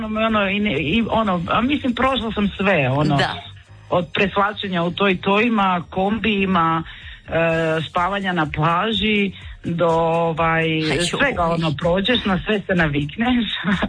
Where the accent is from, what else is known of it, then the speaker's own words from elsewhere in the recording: Croatia; ta metal scena je ipak puno jača vani nego kod nas u Hrvatskoj, da.